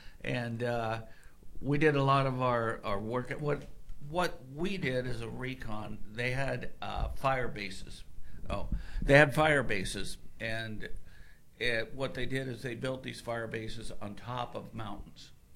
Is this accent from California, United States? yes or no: yes; Ventura, California, United States; I was raised in Ventura.